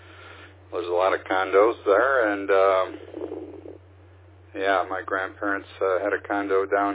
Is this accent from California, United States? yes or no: no; Detroit, Michigan, United States; now in Aventura, United States; when I grew up in the Detroit area.